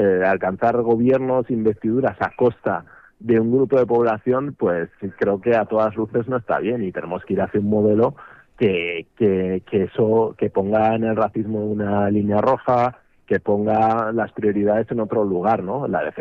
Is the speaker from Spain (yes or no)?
yes; Aragon, Spain; eso sin contar a las personas pues como yo, que somos aragoneses, que hemos nacido en Aragón, pero que no somos blancos